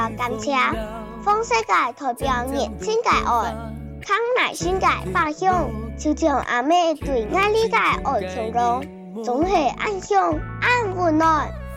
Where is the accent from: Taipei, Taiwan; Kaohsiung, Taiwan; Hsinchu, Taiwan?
Hsinchu, Taiwan; 各位乡亲，各位小朋友，大家平安，大家好，我是新竹人